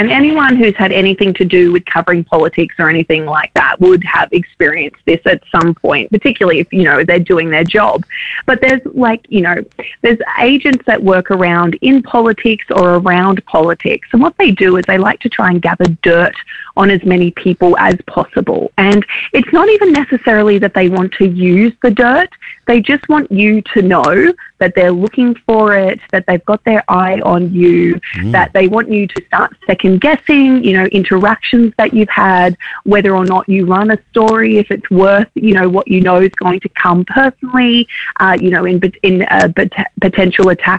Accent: Queensland, Australia; I'm a Queenslander

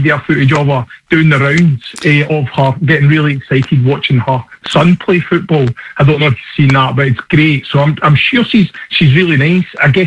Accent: Scotland, United Kingdom; because obviously I am Scottish, you know

